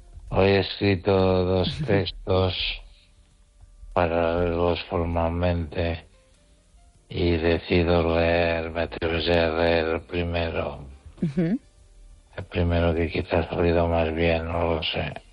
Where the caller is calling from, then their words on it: Catalonia, Spain; desde Cataluña.